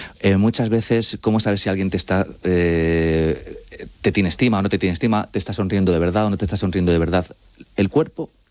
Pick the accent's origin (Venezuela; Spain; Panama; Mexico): Spain; Madrid, Community of Madrid; soy madrileño, sí, y mis padres son argentinos